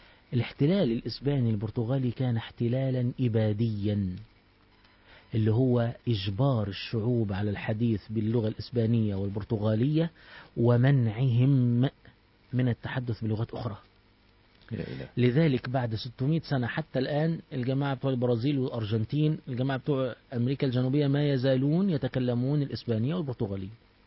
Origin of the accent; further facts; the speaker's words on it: Egypt; يعني احنا عندنا في مصر